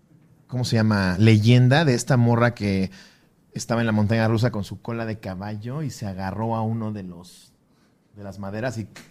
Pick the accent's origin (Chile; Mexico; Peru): Mexico; San Mateo Toltepec, State of Mexico; Cabe recalcar que soy del Estado de México, de un pequeño pueblito llamado San Mateo Toltepec. Saludos hasta San Mateo Toltepec, donde seguro nada más hay un Coppel y un Oxxo.